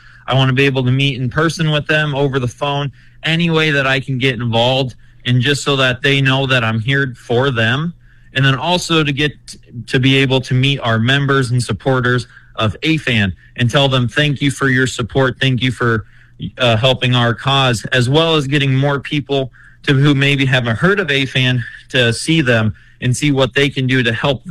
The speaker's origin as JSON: {"language": "English", "town": "Wisner", "region": "Nebraska", "country": "United States", "tie": "born or raised there", "said": "So I grew up in Wisner, Nebraska on a livestock farm. We raised show pigs and poultry, and I still raise poultry and pigs to this day with my dad."}